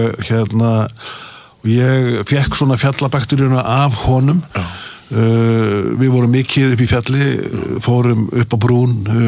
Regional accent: Akureyri, Northeastern Region, Iceland; En sko, að alast upp á Akureyri á þessum tíma í öllum þessum snjóalögum var alveg gríðalegt ævintýri.

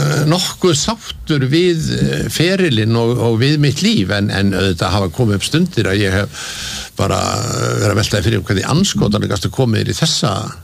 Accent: Reykjavik, Capital Region, Iceland; Já, ég sko alveg upp í Laugarneskverfinu og hérna bjóð þar þegar ég var ungur maður og ég man eftir mér þar fyrst í Sigtúni 35

